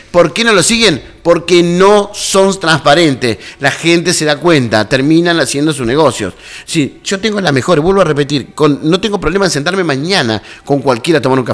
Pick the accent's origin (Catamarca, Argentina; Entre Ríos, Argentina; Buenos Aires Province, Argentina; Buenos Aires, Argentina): Entre Ríos, Argentina; Colón; Yo soy de Colón, yo no le voy a hacer partido más fácil a la Unión, ¿me entendés?